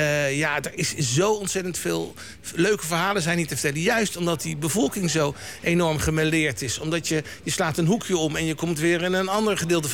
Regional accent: The Hague, South Holland, Netherlands; moved away as an adult; also born or lived in Amsterdam; ik ben zelf op Scheveningen geboren. Namelijk op de Nieuwe Duinweg in de ACIVO-kliniek.

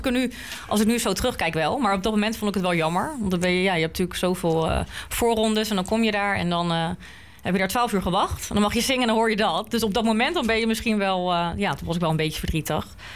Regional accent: The Hague, South Holland, Netherlands; born or raised there; now in Zoetermeer, Netherlands

